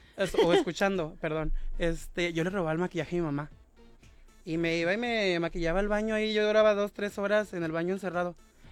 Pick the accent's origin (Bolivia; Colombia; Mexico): Mexico; Ensenada, Baja California; born there; soy de aquí de Ensenada, el mayor tiempo de mi vida lo he vivido aquí.